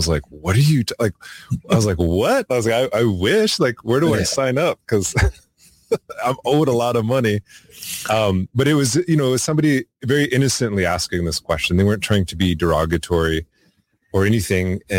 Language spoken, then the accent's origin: English; Crow Creek, South Dakota, United States; also born or lived in Lower Brule; And so I remember hearing that growing up in Crow Creek and in Lower Brule.